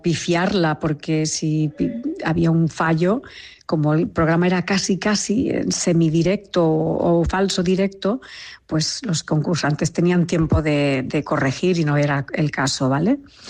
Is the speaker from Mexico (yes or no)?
no; Catalonia, Spain; porque soy catalana